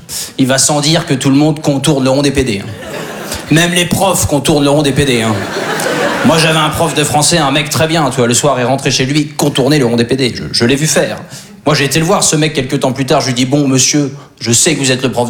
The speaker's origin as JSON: {"language": "French", "region": "Normandy", "country": "France", "said": "Alors moi, je suis originaire de Basse-Normandie."}